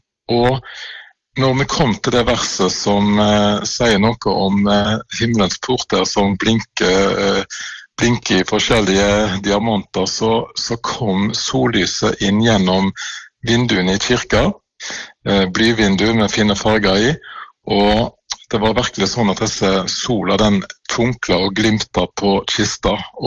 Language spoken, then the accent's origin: Norwegian; Bømlo, Vestland, Norway; moved away; Jeg kommer fra Bømlo i Sunnhordland.